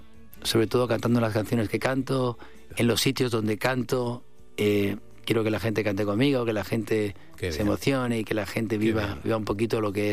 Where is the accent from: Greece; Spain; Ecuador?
Spain; Me voy a patear España de arriba abajo. Estoy contento porque voy a estar aquí en mi país 3 meses.